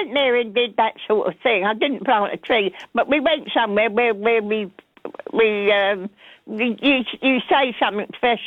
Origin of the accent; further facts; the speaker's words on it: England, United Kingdom; moved away; Well, I'm come from England, as you can tell, but I am a citizen. Our family's all a citizen.